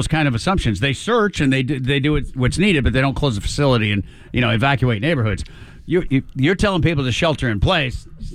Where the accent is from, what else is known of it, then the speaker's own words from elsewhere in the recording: Michigan, United States; moved away; I did grow up in Michigan